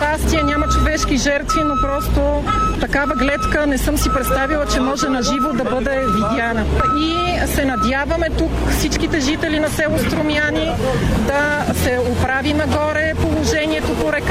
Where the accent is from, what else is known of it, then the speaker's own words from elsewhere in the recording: Strumyani, Blagoevgrad Province, Bulgaria; От Срумяни съм.